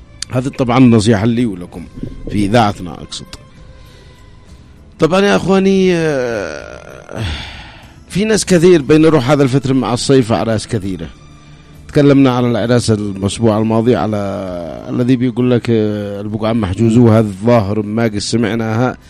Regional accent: Yemen

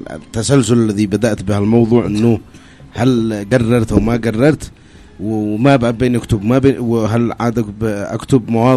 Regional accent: Yemen

